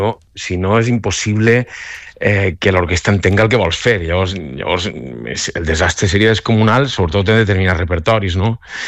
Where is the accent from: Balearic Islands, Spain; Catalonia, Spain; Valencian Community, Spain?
Valencian Community, Spain; Altea; Jo soc nascut al TEA i soc al TEA